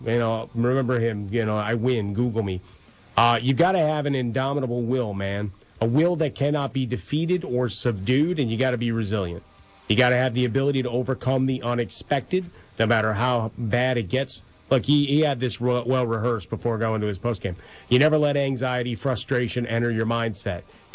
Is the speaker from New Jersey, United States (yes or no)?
no; Chicago, Illinois, United States; But there was also the Mike Ditka that I loved growing up in Chicago